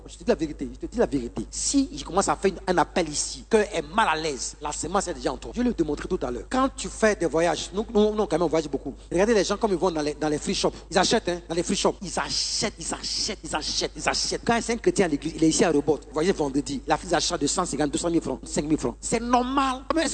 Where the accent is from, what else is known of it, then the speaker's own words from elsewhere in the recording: Burkina Faso; Moi, je viens du Burkina Faso.